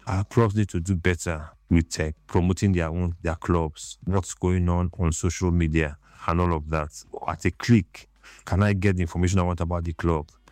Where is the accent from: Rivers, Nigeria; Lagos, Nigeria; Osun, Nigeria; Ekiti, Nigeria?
Rivers, Nigeria; now in Port Harcourt, Nigeria; I'm just a Nigerian football lover